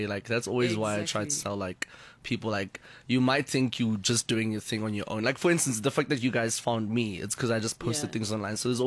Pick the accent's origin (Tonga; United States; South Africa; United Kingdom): South Africa; I'm authentically South African.